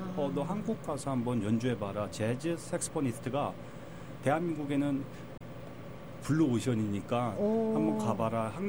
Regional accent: Los Angeles, California, United States; 제가 미국에서 어린 유년 시절을 보냈을 때 부모님도 항상 코리안 프라이드를 알려주셨어요. 너희는 너는 정말 머리 좋고 정말 부지런하고 최고 잘난 대한민국 사람의 자손이다.

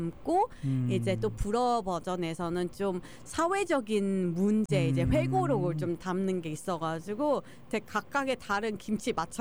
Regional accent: South Korea; also born or lived in Toronto, Canada; 저는 그냥 자라면서 토론토에서 태어났지만 아기 때 한국을 갔어요.

